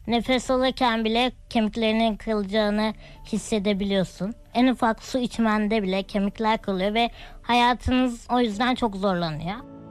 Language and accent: Turkish; Istanbul, Turkey; born there; 1996 yılında İstanbul'da doğdum.